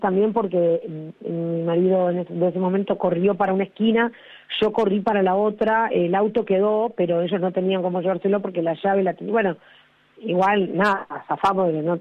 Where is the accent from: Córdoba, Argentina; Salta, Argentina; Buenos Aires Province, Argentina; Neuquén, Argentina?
Buenos Aires Province, Argentina; Quilmes; es lo que yo conozco, que es mi distrito, donde vivo desde que nací, porque si bien, o sea, yo nunca me fui de Quilmes, y el barrio cerrado en el que viví también era en Quilmes.